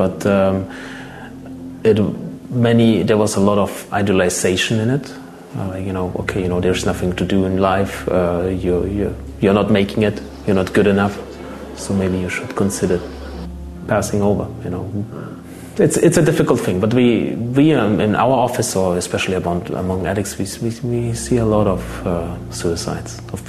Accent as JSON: {"language": "English", "country": "Germany", "second_language": "English", "moved": "as an adult", "lives_now": "Lithuania", "said": "What struck me when I came from Germany to Lithuania, that every family in Lithuania seems to have an addicted member in the family."}